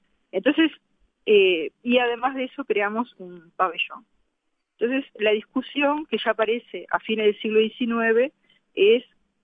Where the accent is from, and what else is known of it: Uruguay